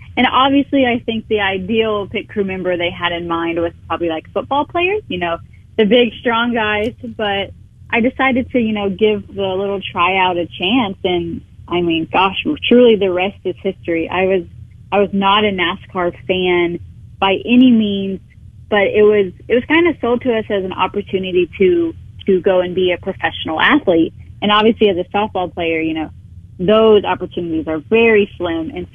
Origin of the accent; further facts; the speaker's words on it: Amarillo, Texas, United States; moved away as an adult; so I grew up in Amarillo, Texas, and played softball all throughout high school and junior college, where then I was recruited by Alcorn State.